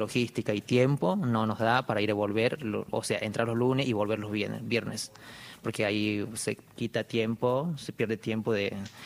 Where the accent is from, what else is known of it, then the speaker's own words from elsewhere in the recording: Abrapampa, Jujuy, Argentina; also born or lived in La Quiaca / Tilcara; Soy Abrapampa, nacido en La Quiaca, me crié en Abrapampa, hice mis estudios primarios y secundarios y la universidad, bueno, el nivel terciario en Tilcara.